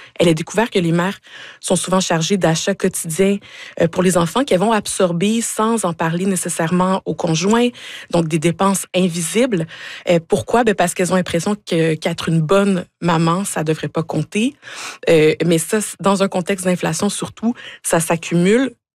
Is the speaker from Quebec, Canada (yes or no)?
yes; Gatineau, Quebec, Canada; Je vous avoue, je suis originaire de Gatineau, puis j'ai de la famille là-bas.